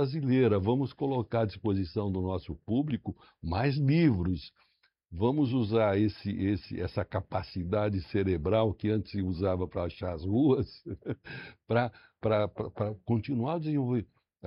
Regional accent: Brazil

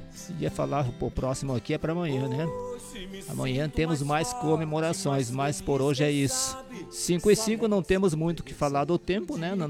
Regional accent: Brazil; Mas a gente é brasileiro, né?

